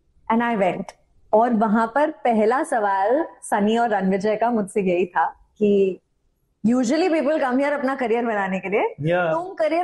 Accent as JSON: {"language": "Hindi", "region": "Delhi", "country": "India", "said": "मैं दिल्ली से हूँ"}